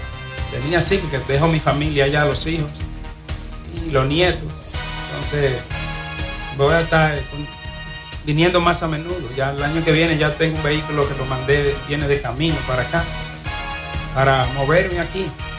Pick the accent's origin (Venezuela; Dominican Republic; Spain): Dominican Republic; Moca, Espaillat; moved away as an adult; now in United States; la ciudad de Moca. Provincia Espaillat, que es una ciudad que yo la quiero mucho porque soy nativo de aquí.